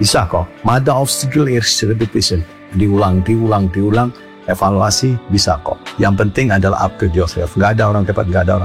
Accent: Batu, East Java, Indonesia; Saya ini orang asli Desoas. Jadi saya tinggal di Desa Sisir, Kecamatan Batu. Waktu itu belum menjadi Kota Batu ya.

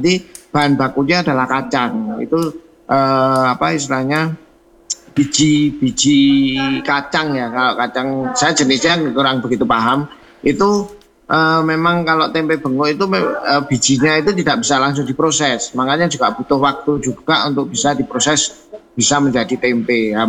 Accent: Ngawi, East Java, Indonesia; moved away; saya itu kan asli dari Ngawi, dari Madiun ya.

